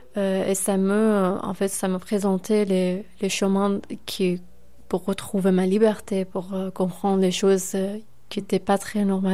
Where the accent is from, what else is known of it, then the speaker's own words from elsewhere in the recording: Iran; Oui, ma première fois que je suis sortie de l'Iran, j'avais seulement 8 ans et demi. Mon premier voyage, c'était en Espagne.